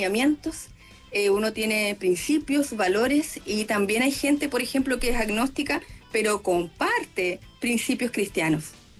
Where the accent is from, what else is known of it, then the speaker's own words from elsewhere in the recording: Chile; Si soy una ciudadana chilena como cualquier otra, ¿cierto?